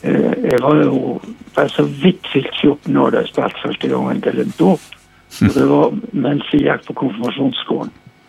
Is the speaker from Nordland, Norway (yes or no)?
yes; Hemnes, Nordland, Norway; moved away as an adult; also born or lived in Sund / Mo i Rana / Bergen; Og den første er Hemnes, men det åpnet jo med at jeg var 3 år da vi flyttet fra Sund, så jeg er født der.